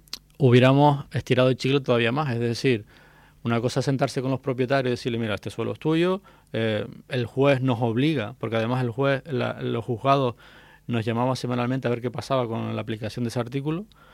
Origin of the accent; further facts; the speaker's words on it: Canary Islands, Spain; como los canarios queramos